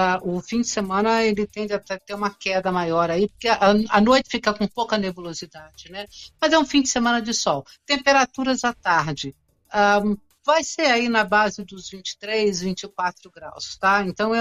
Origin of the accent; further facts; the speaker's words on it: Rio de Janeiro, Brazil; você é mineira e eu sou do Rio de Janeiro, quase com pé em Minas. A gente fala angu, a gente não fala polenta.